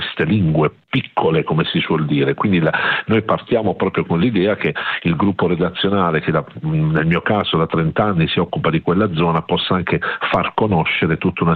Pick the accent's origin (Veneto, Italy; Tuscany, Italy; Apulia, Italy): Apulia, Italy; Bari; sono barese